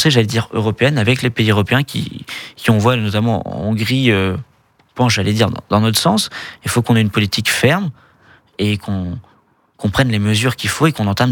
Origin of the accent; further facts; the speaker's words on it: France; en tant que Français